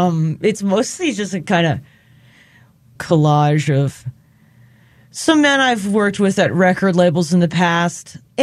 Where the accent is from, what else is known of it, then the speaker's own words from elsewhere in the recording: New York, United States; No, I'm from Long Island.